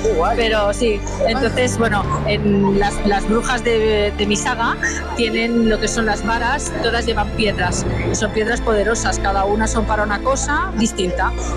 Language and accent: Spanish; Barcelona, Catalonia, Spain; also born or lived in Olesa de Montserrat; nosotros somos de Barcelona.